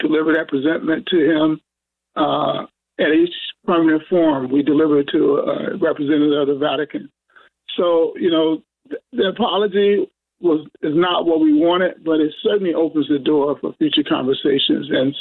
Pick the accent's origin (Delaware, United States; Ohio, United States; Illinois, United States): Illinois, United States; Chicago; the Pope is from Chicago, I'm from Chicago, the Chicago connection